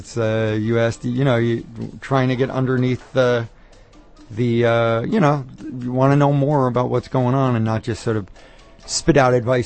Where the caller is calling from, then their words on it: Newark, New Jersey, United States; Yeah, I'm calling from Green Street in Newark.